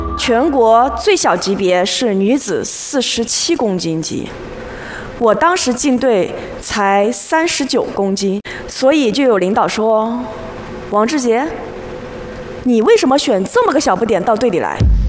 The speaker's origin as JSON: {"language": "Chinese", "town": "Jingdezhen", "region": "Jiangxi", "country": "China", "tie": "born there", "said": "我出生在江西景德镇市昌江区的一个小村庄里，那是典型的赣东北农村。我的家庭非常的普通，房屋特别的简陋，生活其实挺艰苦的"}